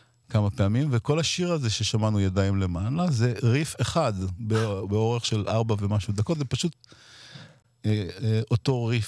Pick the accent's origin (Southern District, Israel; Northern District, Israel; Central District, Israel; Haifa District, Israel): Southern District, Israel; Ashdod; בתכלס זה הזכיר לי את אשדוד, המקום שגדלתי בו.